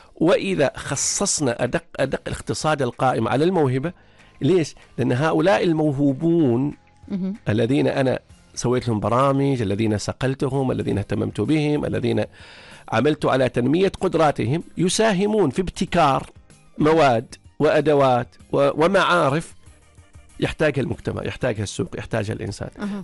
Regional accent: Oman; نحن كعمانيين

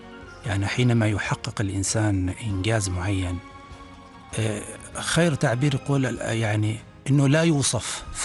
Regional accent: Oman; أولا كوني عماني وأفتخر بذلك

